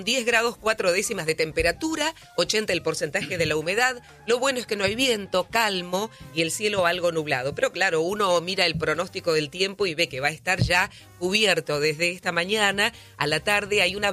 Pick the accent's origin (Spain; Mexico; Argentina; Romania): Argentina; Soy madre y argentina.